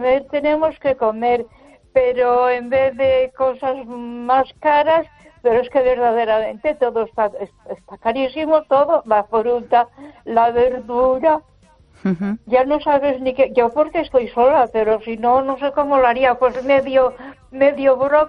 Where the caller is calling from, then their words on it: Ponferrada, Castile and León, Spain; Buenas noches, Esther. … de Ponferrada.